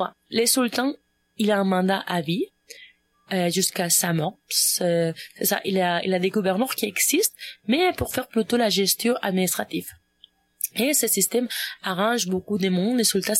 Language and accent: French; Spain; now in Canada; Moi, je viens de l'Espagne, qui c'est quand même une monarchie parlementaire.